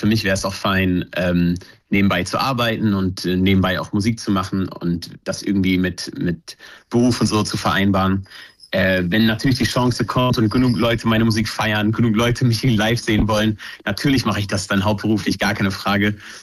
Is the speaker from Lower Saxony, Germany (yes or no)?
yes; Hameln, Lower Saxony, Germany; weil ich komme ja aus Hameln